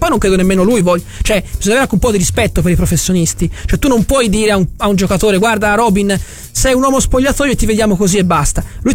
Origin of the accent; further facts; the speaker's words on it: Florence, Tuscany, Italy; in quanto fiorentini e toscani